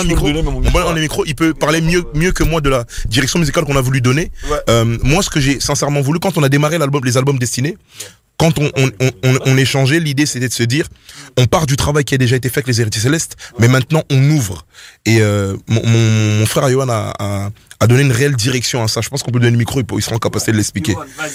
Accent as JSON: {"language": "French", "country": "France", "said": "chez nous en France"}